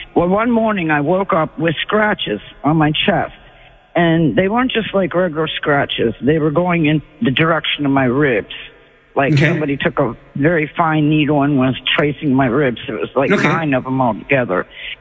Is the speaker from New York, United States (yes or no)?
no; Essex, Maryland, United States; I grew up in Essex.